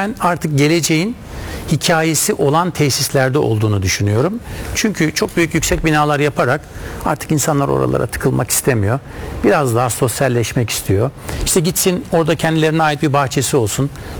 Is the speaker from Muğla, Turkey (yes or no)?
no; Istanbul, Turkey; Ben Tarabya'da doğdum büyüdüm.